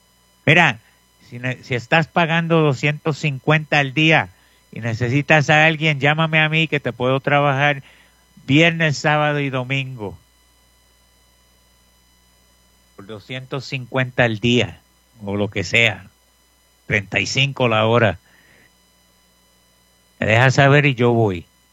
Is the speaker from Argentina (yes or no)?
no; Puerto Rico; como buen boricua, esa es la que hay.